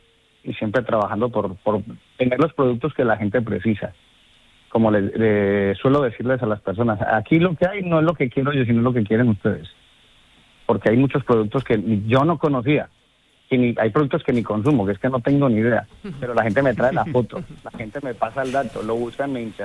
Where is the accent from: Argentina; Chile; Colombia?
Colombia; now in Spain; llevo aquí muchos años, yo soy de origen colombiano